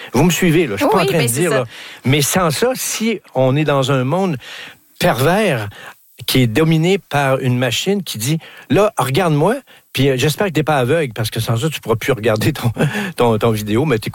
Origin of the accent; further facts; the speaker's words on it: Quebec, Canada; accent: Québécois; Quand ils entendaient mon accent québécois